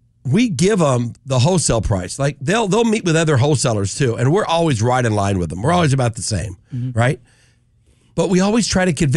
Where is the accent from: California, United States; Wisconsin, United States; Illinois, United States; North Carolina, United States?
California, United States; San Diego; now in Las Vegas, United States; I'm from San Diego.